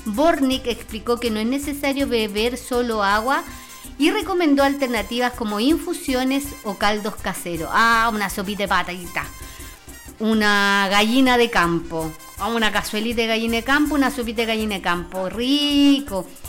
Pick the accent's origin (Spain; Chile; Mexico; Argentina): Chile; Y nosotros, como chilenos